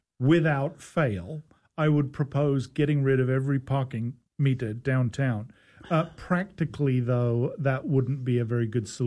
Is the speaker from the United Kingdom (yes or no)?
yes; England, United Kingdom; moved away; I'm an English guy